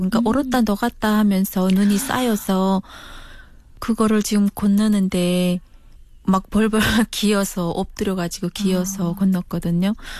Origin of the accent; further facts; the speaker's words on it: Hwanghae, North Korea; moved away as an adult; now in South Korea; 남한의 종착 두 달 차인 황해도에서 온